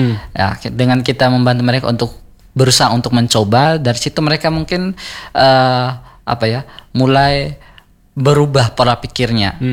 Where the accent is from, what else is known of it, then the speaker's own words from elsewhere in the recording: East Nusa Tenggara, Indonesia; untuk kami anak NTT